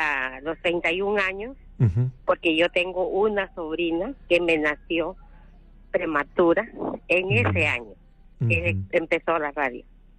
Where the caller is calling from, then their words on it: Malval, Tumbes, Peru; Malval, de Tumbes.